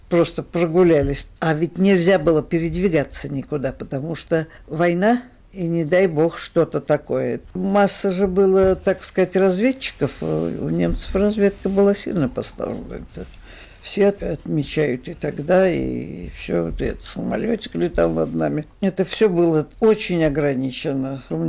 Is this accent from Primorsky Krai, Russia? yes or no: no; Saint Petersburg, Russia; born there